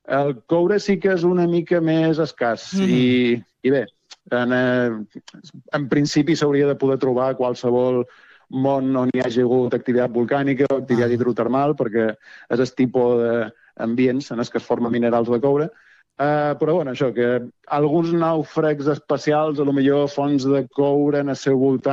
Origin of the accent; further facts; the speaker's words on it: Balearic Islands, Spain; Jo som de Balears